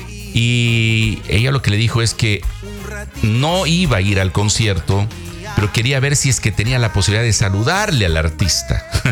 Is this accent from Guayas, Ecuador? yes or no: no; Cuenca, Azuay, Ecuador; somos cuencanos y ecuatorianos que amamos nuestra tierra